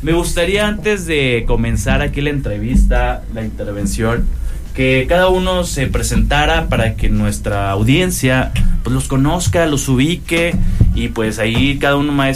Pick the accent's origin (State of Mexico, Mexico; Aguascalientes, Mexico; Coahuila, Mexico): Coahuila, Mexico; Saltillo; como decimos aquí en Saltillo